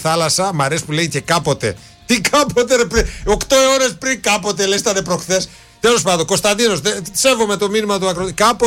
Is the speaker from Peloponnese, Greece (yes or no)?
no; Rodolivos, Central Macedonia, Greece; στο χωριό μου, στο δικό μου το χωριό